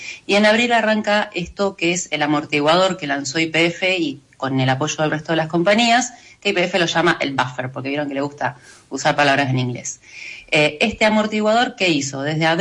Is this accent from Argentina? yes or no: yes; Argentina